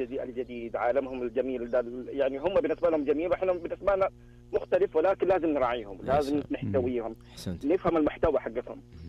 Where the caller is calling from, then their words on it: Dammam, Eastern Province, Saudi Arabia; اليوم احنا متحمسين من الدمام.